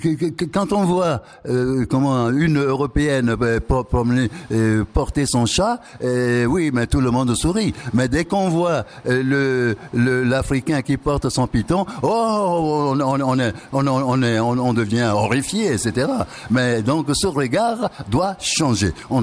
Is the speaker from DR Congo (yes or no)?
no; Togo; moved away; j'ai quitté le Togo comme pays colonisé. Et quand je suis revenu 12 ans plus tard dans ce pays indépendant, je ne comprenais pas. On m'a dit que mon pays était indépendant